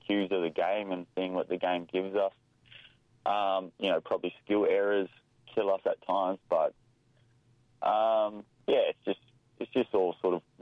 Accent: Darwin, Northern Territory, Australia; moved away as an adult; now in Perth, Australia; I'm from Darwin originally, so I've played NTFL all my junior footy.

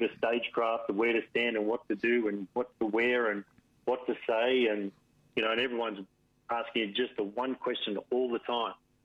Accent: Australia; moved away as an adult; also born or lived in Gainesville, Florida; being anonymous again as an Australian in a Division I school in Florida

